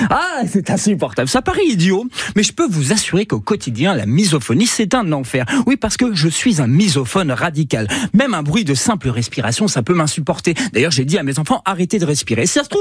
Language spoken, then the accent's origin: French; Corsica, France; Alors comme je suis corse, le côté insulaire, ça me va bien.